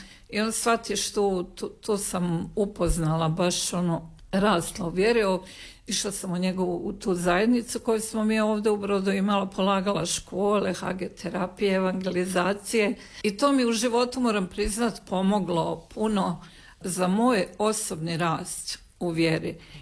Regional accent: Plehan, Republika Srpska, Bosnia & Herzegovina; Pa evo, ja sam rođena u Bosni. Odrastala sam na Plehanu, to je jedno poznato mjesto koje mi kažemo da je to u Bosni kao što je Pariz u Francuskoj, za nas je Plehan u Bosni.

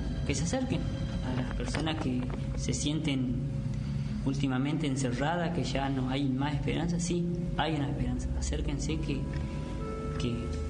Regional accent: Alvear, Argentina; soy de Alvear.

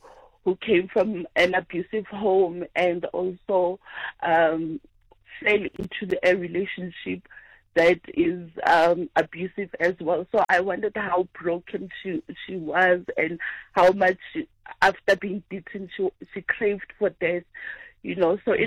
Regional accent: Soweto, Gauteng, South Africa; growing up in Soweto, coming from a previously disadvantaged home.

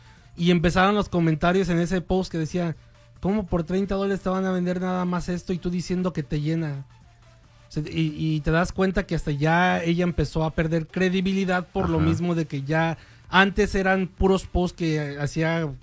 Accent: Mexico; yo como mexicano

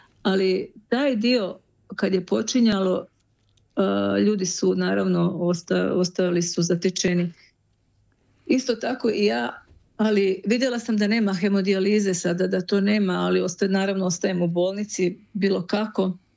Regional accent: Croatia; now in Vienna, Austria; Ja nisam znala kako će ti ljudi reagirati kada čuju moj hrvatski jezik i da ja sad kažem, ja sam iz Hrvatske

